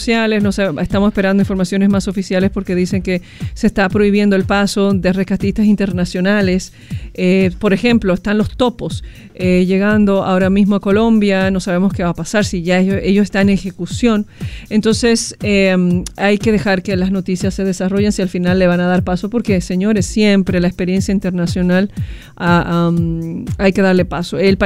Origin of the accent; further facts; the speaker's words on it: Dominican Republic; yo soy dominicana